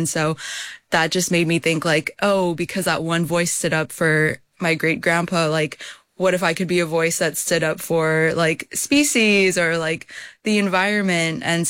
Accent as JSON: {"language": "English", "region": "Hawaii", "country": "United States", "tie": "born or raised there", "said": "Yes, I grew up in Hawaii"}